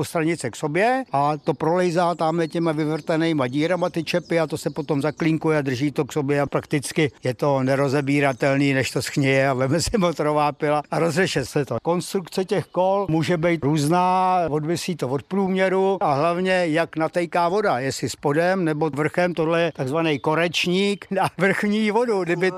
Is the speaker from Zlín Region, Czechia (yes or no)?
no; Petrovice, Central Bohemian Region, Czechia; a pocházíme z Petrovic u Sedlčan.